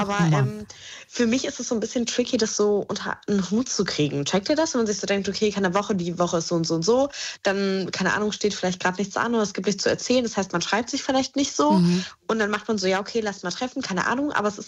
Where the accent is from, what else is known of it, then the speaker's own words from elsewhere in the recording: Idstein, Hesse, Germany; Und hinter Wiesbaden gibt es einen Ort, der nennt sich Itzstein.